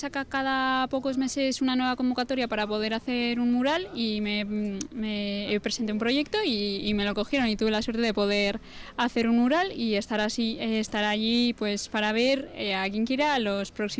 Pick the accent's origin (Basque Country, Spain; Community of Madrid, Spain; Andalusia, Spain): Basque Country, Spain; Vitoria-Gasteiz; Yo soy de Gasteiz también.